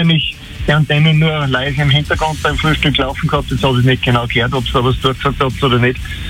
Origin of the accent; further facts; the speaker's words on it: Hallein, Salzburg, Austria; born there; now in Werfen, Austria; Du, eigentlich bin ich gebürtiger Halleiner, wohne aber seit 28 Jahren in Werfen-Tenneck.